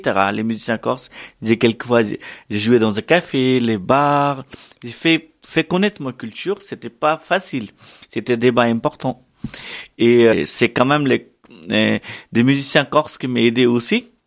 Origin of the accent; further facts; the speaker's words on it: Jaipur, Rajasthan, India; French is a second language; moved away; Depuis plus de 7 générations, on fait la musique de notre famille. Et je viens de Rajasthan, de ville Jaipur.